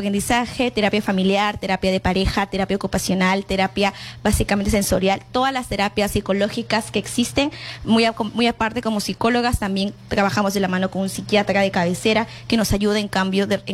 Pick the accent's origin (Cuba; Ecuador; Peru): Peru